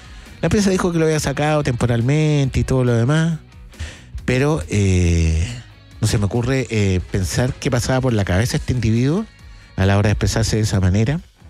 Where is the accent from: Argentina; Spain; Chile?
Chile; ¿Somos racistas los chilenos, no? Yo creo que sí.